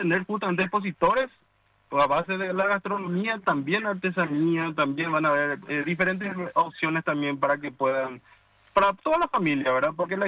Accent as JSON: {"language": "Spanish", "town": "San Antonio", "region": "Central", "country": "Paraguay"}